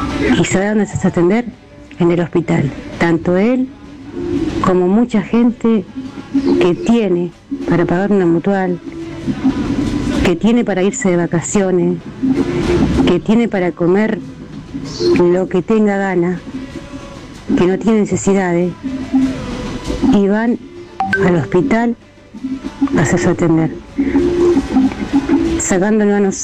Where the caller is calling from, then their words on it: Casilda, Santa Fe, Argentina; yo acá en el barrio, yo vivo en Nueva Roma B